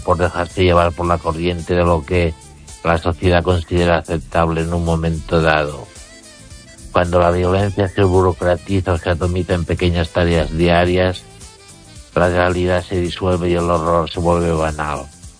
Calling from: Ourense, Galicia, Spain; de Orense.

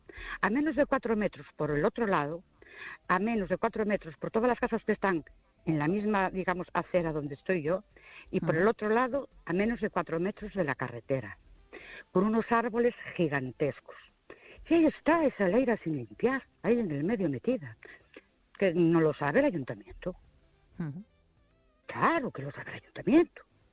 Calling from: Ourense, Galicia, Spain; de Ourense.

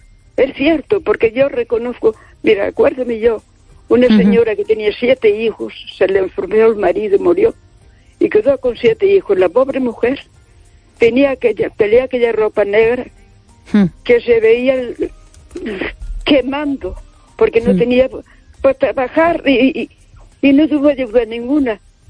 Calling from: Monforte de Lemos, Galicia, Spain; de Monforte de Lemos.

